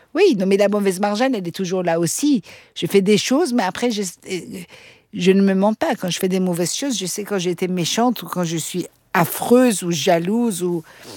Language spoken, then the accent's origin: French; Austria; first language Persian; French is a second language; Je parlais le persan, mes parents ils m'ont mis dans une école francophone, après j'ai grandi en Autriche